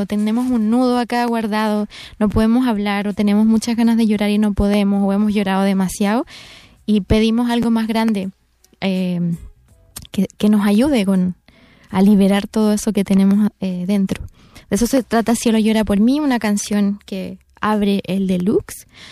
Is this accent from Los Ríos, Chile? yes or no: yes; Valdivia, Los Ríos, Chile; moved away; mi ciudad natal, al sur de Chile, a Valdivia, a grabar el videoclip para mostrar un poco de dónde vengo, que es muy lejos.